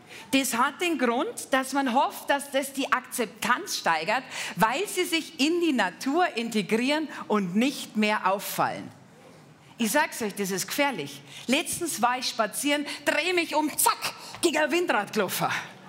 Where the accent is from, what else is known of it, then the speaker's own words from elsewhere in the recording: Bavaria, Germany; ich komme aus Bayern.